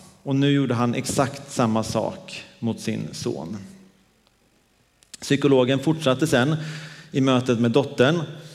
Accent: Dalarna County, Sweden; moved away; Vi var hemma i Dalarna i veckan

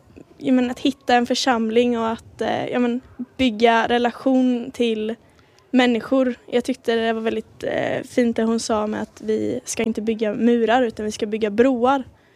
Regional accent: Habo, Jönköping County, Sweden; jag kommer från Habo.

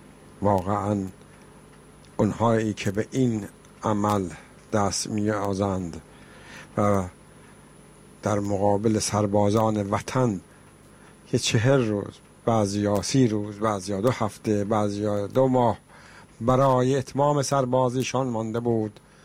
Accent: Iran

